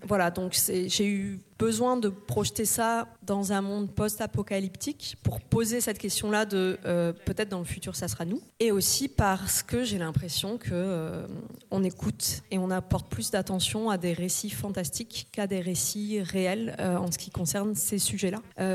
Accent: Toulouse, Occitanie, France; now in Normandy, France; J'ai grandi à Toulouse, pas très loin des Pyrénées. J'y ai passé beaucoup de temps dans les Pyrénées en vacances. Elles ont énormément nourri mon imaginaire. Maintenant, j'habite en Normandie et donc c'est très très loin des Pyrénées.

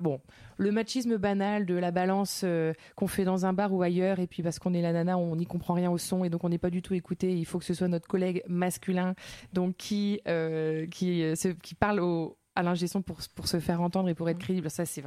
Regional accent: France; also born or lived in Latin America; parce que je chantais en français et que je suis française.

